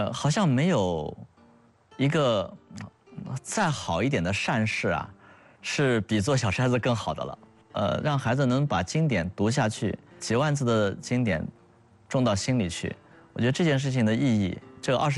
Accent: Anhui, China; 所以我是出生在安徽大学，我是安大子弟

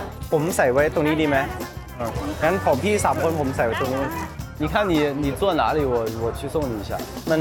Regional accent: Thailand; Chinese is a second language; moved away; 回到我的家乡泰国。

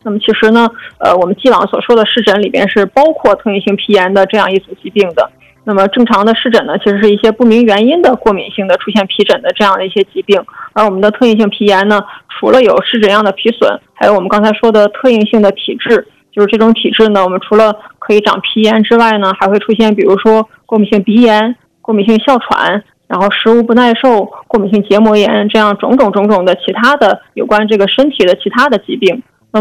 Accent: China

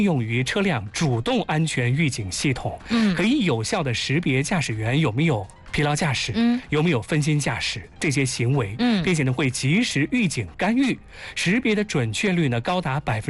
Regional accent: Anhui, China; 咱们安徽人盼了半个夏天的降温啊

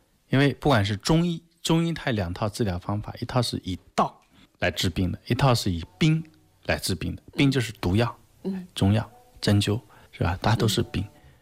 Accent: China; 我们中国人

